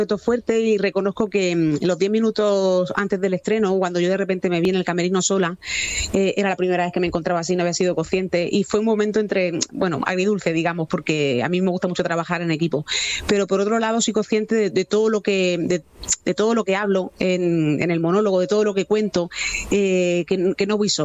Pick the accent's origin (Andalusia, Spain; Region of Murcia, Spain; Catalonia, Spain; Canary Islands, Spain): Region of Murcia, Spain; Cieza; now in Murcia, Spain; quizá también haya un poquito de murciano, porque yo, aunque soy de Cieza, también llevo